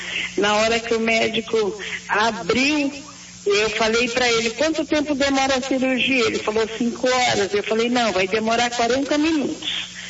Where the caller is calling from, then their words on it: Curitiba, Paraná, Brazil; do bairro Portão.